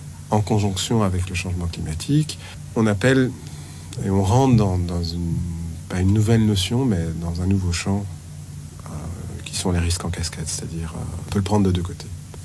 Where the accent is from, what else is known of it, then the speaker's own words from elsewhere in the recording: Belgium; pas si loin de chez nous, en Belgique